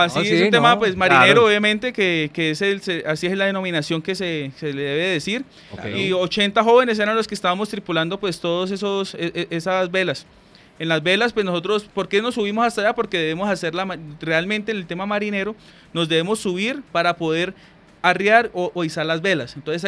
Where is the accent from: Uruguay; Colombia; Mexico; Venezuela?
Colombia; nosotros como colombianos